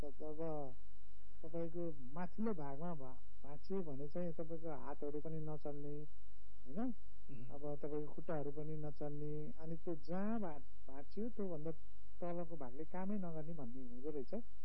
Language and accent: Nepali; Pokhara, Gandaki Province, Nepal; मेरो घर चाहिँ पोखरा आठ सिमल चौरमा पर्छ।